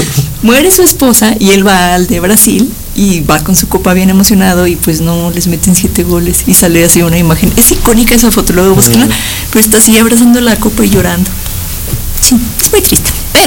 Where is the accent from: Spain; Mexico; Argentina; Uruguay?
Mexico; para nosotros como mexicanos